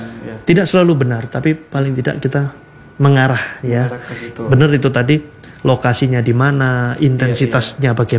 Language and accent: Indonesian; Java, Indonesia; Kalau kebetulan saya dari Jawa ya, ada yang bahasanya dia mules lah